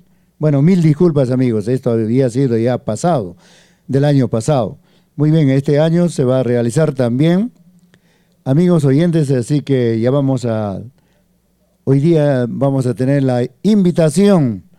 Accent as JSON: {"language": "Spanish", "country": "Peru", "said": "al final todos seguimos siendo peruanos"}